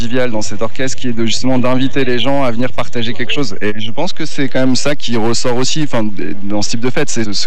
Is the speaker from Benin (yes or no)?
no; Lille, Hauts-de-France, France; Alors, je suis originaire de Lille.